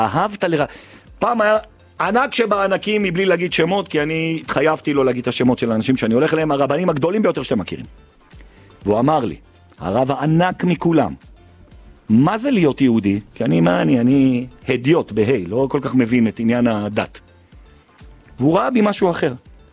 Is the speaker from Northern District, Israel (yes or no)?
no; Jerusalem, Jerusalem District, Israel; הוריי דתיים, משפחתי, המשפחה שלי, אני גדלתי עם חרדים, במאה שערים, אני גדלתי ברחוב הנביאים, שזה בסמוך למאה שערים, וגדלתי עם האשכנזים והמזרחים במאה שערים.